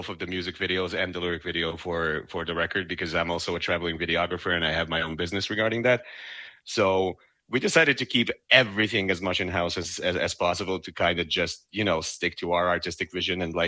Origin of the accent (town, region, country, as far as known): Germany